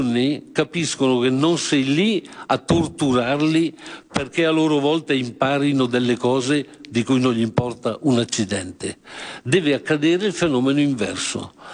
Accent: Trescore Balneario, Lombardy, Italy; Trescore Balneario, che è il mio paese nativo.

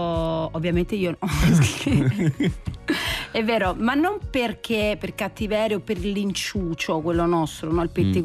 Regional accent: Naples, Campania, Italy

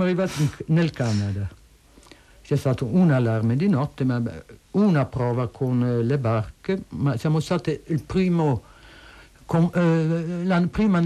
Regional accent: Paris, Île-de-France, France; first language French; Italian is a second language; io sono nata a Parigi e nell'ambiente ha parlato era francese fino ai miei 9 anni.

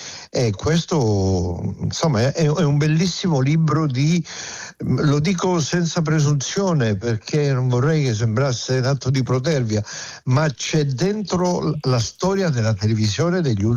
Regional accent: Calabria, Italy; sono un calabrese, tu lo sai, calabresi, poi sono un calabrese salesiano.

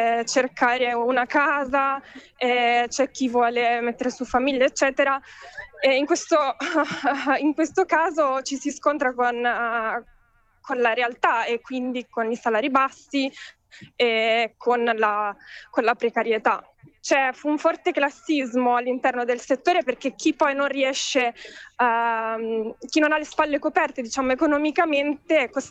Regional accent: Venice, Veneto, Italy; Allora, io oggi sono a Napoli, sì, un po' per motivi di prestigio che personali, perché vengo da Venezia.

